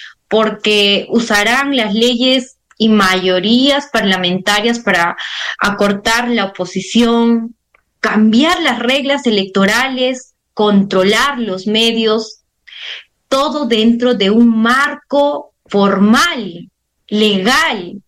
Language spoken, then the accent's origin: Spanish; Peru; moved away; nosotros desempeñamos como peruanos en el exterior.